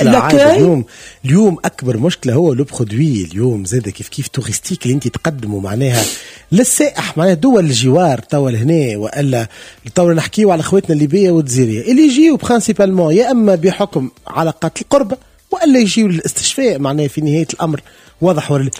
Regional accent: Tunisia; انا كتونسي

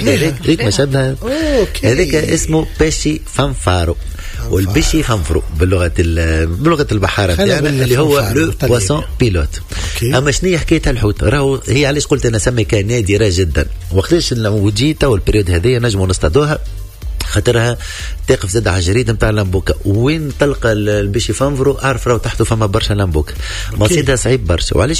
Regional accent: Tunisia; اللي عندنا في تونس

